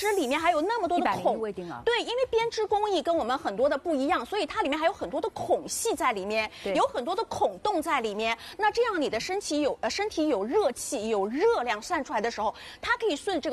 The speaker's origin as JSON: {"language": "Chinese", "region": "Shanghai", "country": "China", "said": "其实对于我们上海人，特别是南方人来说"}